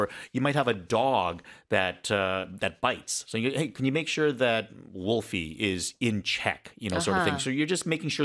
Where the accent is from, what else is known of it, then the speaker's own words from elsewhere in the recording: Canada; now in South Korea; growing up in Canada